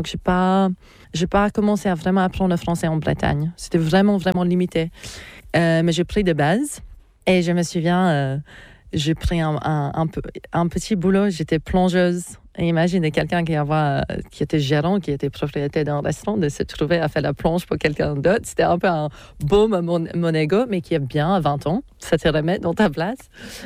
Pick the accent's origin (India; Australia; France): Australia; French is a second language; moved away as an adult; also born or lived in Poland; Je suis née en Australie, je grandis en Australie. Mais j'étais dans cette culture polonaise.